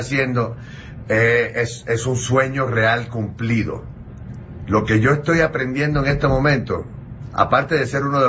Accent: Puerto Rico; now in Miami, United States; yo nací y me crié en Puerto Rico, donde la mitad del idioma es inventado, y luego me mudo a Miami, donde la otra mitad también es inventada

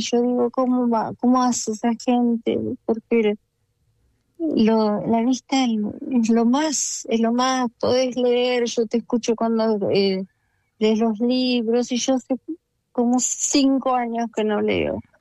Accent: José C. Paz, Buenos Aires Province, Argentina; born there; now in San Miguel, Argentina; No, yo nací en José C. Paz, pero viví en varios lugares porque mi marido es militar, ahora está retirado.

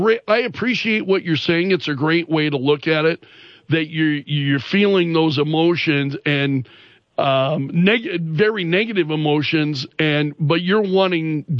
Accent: Sioux Falls, South Dakota, United States; born or raised there

